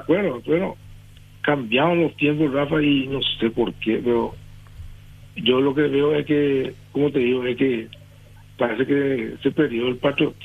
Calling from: Paraguay; y encaramos nuestro camino como paraguayo independiente.

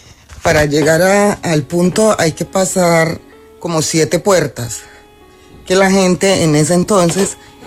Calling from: Cartago, Valle del Cauca, Colombia; yo soy de Cartago Valle.

